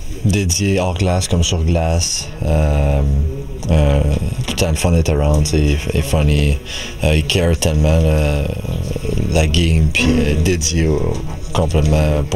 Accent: Quebec, Canada; Spécialement en tant que Québécois pour moi personnellement, puis avec les fans extraordinaires, la ville.

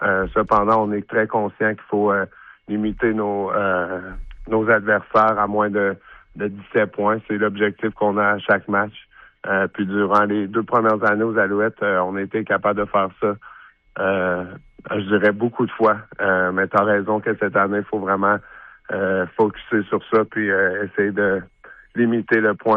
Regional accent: Quebec, Canada; Je reste un honneur pour moi de pouvoir être ici à Québec en tant que Québécois

